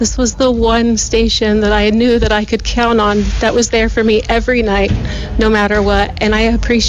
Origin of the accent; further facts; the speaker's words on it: Oklahoma City, Oklahoma, United States; I'm from Oklahoma City.